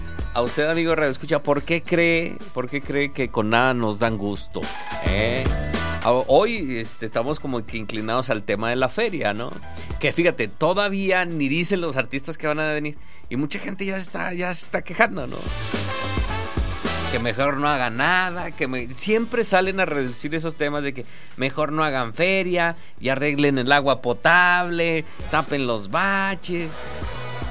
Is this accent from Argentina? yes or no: no; Mexico